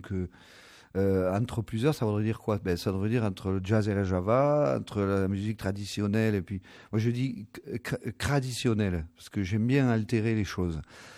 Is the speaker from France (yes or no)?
yes; Pau, Nouvelle-Aquitaine, France; born there; Ah, je suis né à Pau, dans le truc, et après j'habite à Ney.